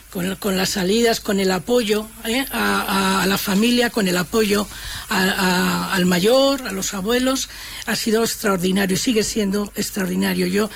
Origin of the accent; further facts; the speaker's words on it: Tudelilla, La Rioja, Spain; also born or lived in Pradejón / Calahorra; Soy de Tudelilla, como siempre he dicho, ejerzo de pueblo, ejerzo de Tudelilla.